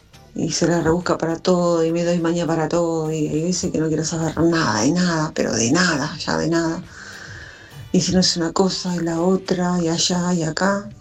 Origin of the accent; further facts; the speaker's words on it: Martín Coronado, Buenos Aires Province, Argentina; Buenas tardes a todos … soy de Martín Coronado, partido 3 de febrero.